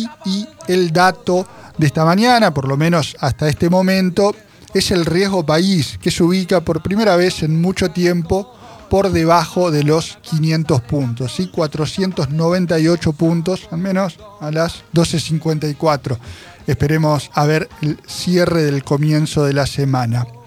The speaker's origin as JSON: {"language": "Spanish", "country": "Argentina", "said": "todo lo que ya sabemos los argentinos."}